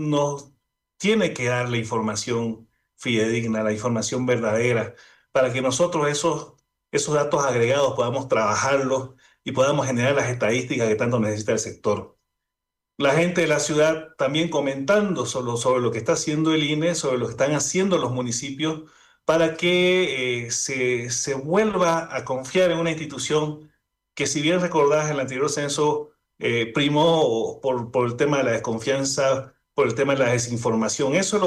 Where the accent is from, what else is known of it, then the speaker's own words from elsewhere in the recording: Bolivia; nosotros como individuos, como bolivianos, como ciudadanos vivientes en el Estado, en nuestro territorio